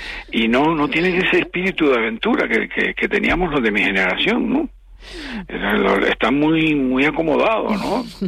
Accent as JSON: {"language": "Spanish", "region": "Canary Islands", "country": "Spain", "tie": "born there", "moved": "yes"}